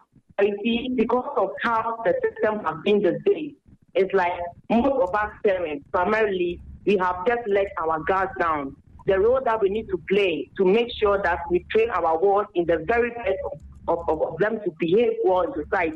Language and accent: English; Ghana; our moral values that we know as a Ghanaian, the typical of the village.